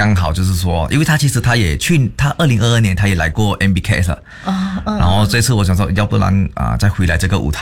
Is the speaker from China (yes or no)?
no; Kuching, Sarawak, Malaysia; 我来自萨拉越古晋。